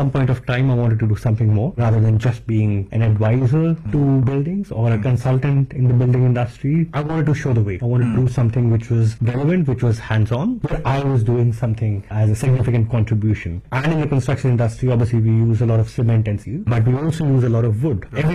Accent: Delhi, India; The story behind is a long one. I grew up in Delhi.

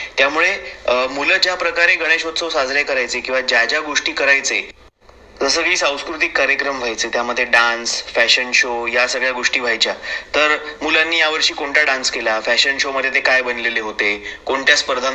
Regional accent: Mumbai, Maharashtra, India; मी 25 वर्षांचा आहे आणि मी एक गिरगावकर आहे.

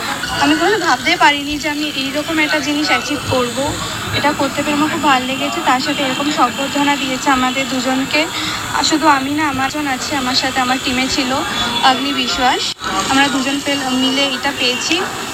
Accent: Kolkata, West Bengal, India; আমার বাড়ি সাউথ কলকাতা বেহালা, খেয়ালির সঙ্গে খেলতাম।

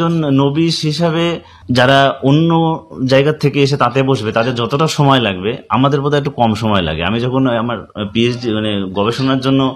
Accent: Phulia, West Bengal, India; পশ্চিমবঙ্গের বয়নের তীর্থক্ষেত্র হচ্ছে ফুলিয়াকে আমরা বলতে পারি। তো সেইখানে আমার জন্ম এবং বেড়ে ওঠা, এবং আমার বাবা মা পূর্বপুরুষরা এরাও টাঙ্গাইল থেকে দেশান্তরিত

